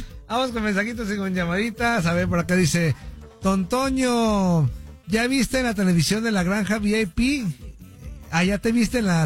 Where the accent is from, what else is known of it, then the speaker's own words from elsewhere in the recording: Mexico; Como buen mexicano, estoy cumpliendo.